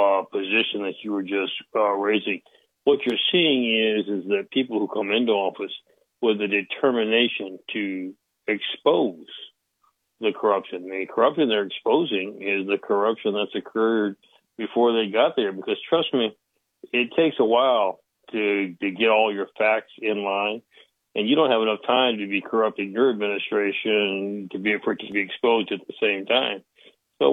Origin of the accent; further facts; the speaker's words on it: Mexico; You know, I grew up in Mexico. My parents are missionaries.